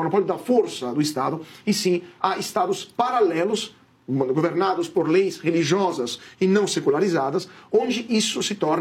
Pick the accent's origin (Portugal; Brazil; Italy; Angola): Italy; moved away; o meu país, a Itália, né, de onde eu venho